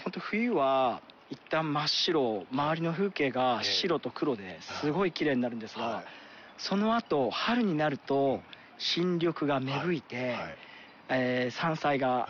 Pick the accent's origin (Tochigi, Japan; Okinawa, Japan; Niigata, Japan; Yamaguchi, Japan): Niigata, Japan; Minamiuonuma; 生まれも育ちも南魚沼なんですが